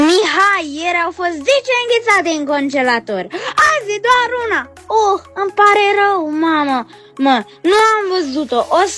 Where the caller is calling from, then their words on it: Bacău, Bacău County, Romania; din Baco, am 8 ani